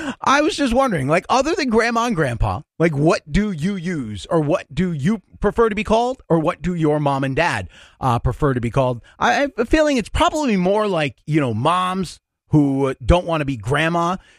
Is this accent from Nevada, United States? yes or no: no; New York, United States; I grew up in New York